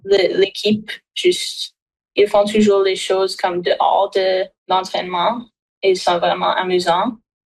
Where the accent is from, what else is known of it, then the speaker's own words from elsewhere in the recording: New Brunswick, Canada; Je pense aussi que ça aide quand on vient du Nouveau-Brunswick